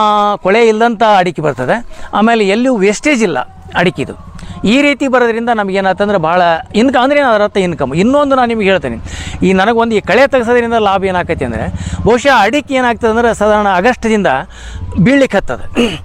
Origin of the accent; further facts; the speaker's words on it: Karnataka, India; ನಮ್ಮೂರು ಚಿಕ್ಕಮಸಿ ಹೊಸೂರು ಅಂತೇಳಿ